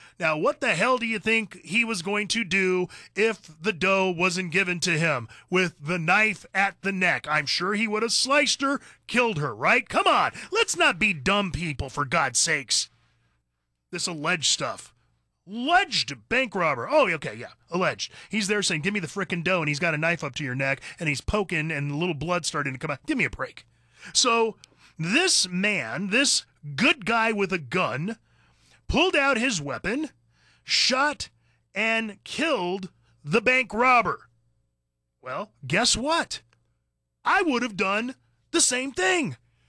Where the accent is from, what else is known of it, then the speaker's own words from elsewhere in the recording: California, United States; Believe me, I grew up in California. I'm telling you, California was a red state at one time.